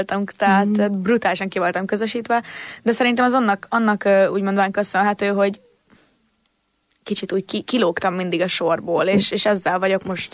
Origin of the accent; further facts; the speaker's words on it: Budapest, Hungary; mivel elköltöztettek minket Rózsadombról, ott, ahol én felnőttem, és eladották velünk a lakást.